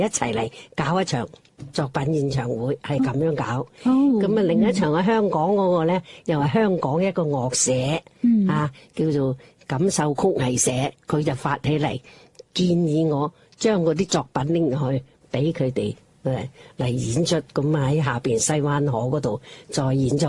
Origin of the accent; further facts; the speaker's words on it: Foshan, Guangdong, China; 因为我系佛山人，我南海出世啊，佛山啊嘛